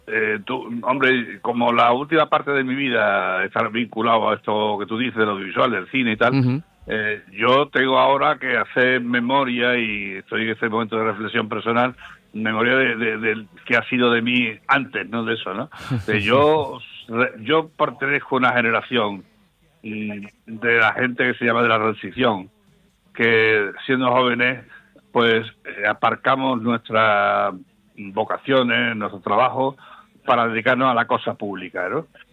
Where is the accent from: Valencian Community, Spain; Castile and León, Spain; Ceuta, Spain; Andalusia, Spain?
Andalusia, Spain; Cádiz; moved away as an adult; now in Seville, Spain; Yo estoy empadronado desde que soy chico aquí. Yo vivía en la calle San José, en Cádiz, en mi infancia, estudié en San Felipe.